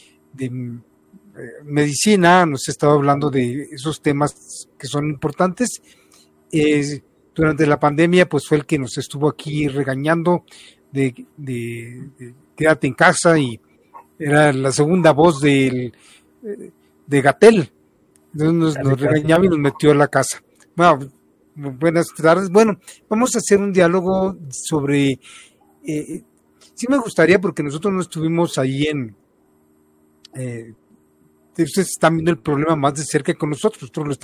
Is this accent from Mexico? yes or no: yes; Chihuahua, Mexico; born there; moved away; así era en mi pueblo, ¿eh? En Chihuahua